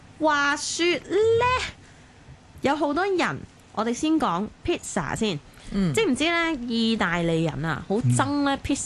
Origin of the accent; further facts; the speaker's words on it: Hong Kong; 可能對於我哋香港人嚟講咧，你應該會嚇點解啊？